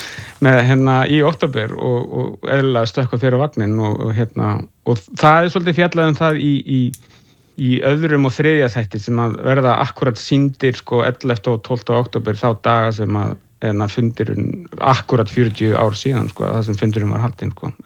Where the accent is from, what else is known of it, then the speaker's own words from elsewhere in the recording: Reykjavik, Capital Region, Iceland; Þannig að ég nefnilega ólst upp í Fossvogi, þannig að það var ekki það langt frá mér